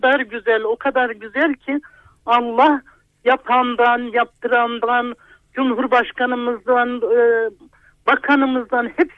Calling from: Malatya, Turkey; Ben Malatya'dan arıyorum.

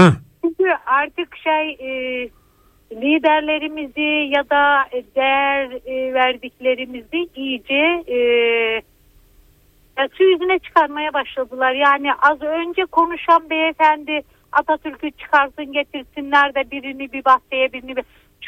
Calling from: İzmir, Turkey; İzmir'den arıyorum ben.

